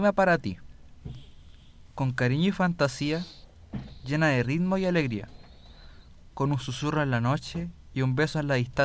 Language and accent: Spanish; Chile; Chile es mi gente, es mi historia, es mi hogar.